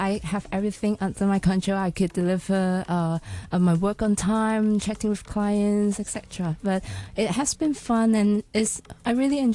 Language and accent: English; Tsuen Wan, Hong Kong; I grew up in Chuen Wan.